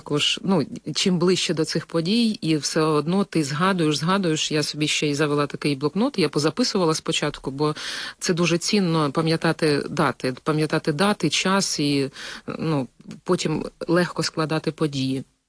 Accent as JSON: {"language": "Ukrainian", "region": "Luhansk Oblast", "country": "Ukraine", "first_language": "Ukrainian", "moved": "as an adult", "lives_now": "Kyiv, Ukraine", "said": "я зі Слобожанщини, це північ Луганщини, там, де завжди говорили українською мовою. Чому мені легко? Тому що я народилась в україномовній родині, і я благополучно говорила завжди з дитинства українською мовою."}